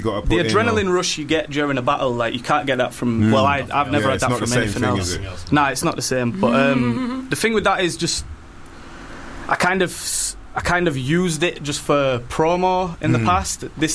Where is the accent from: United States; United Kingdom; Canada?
United Kingdom; Bradford, Yorkshire and the Humber; Yeah. Still live there. Lived there all my life, yeah.